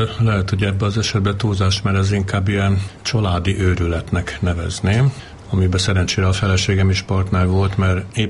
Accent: Alsóörs, Veszprém County, Hungary; Így gyerekeskedtem a gyógyszertár környékén Alsajoson

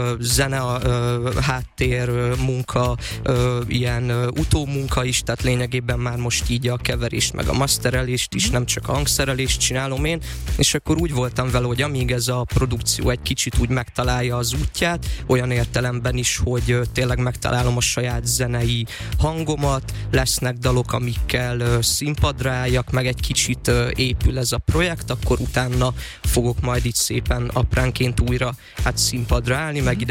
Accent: Debrecen, Hajdú-Bihar, Hungary; born there; moved away as an adult; now in Budapest, Hungary; én már a gimnazista éveimet, az egyetemi éveimet is Debrecenbe töltöttem, ami azért az ország második legnagyobb városa, és azért ott is van nyüzsgés

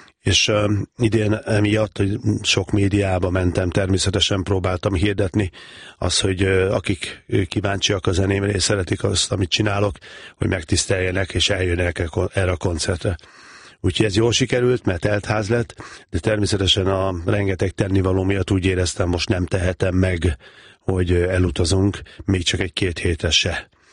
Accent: Gyula, Békés, Hungary; én 3 éves korom előtt a Gyulánon én felnőttem.

